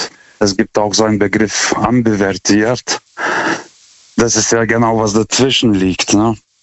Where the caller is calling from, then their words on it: Karlsruhe, Baden-Württemberg, Germany; German is a second language; Das, also Deutsch ist nicht meine Muttersprache, deswegen entschuldige ich für meinen Akzent.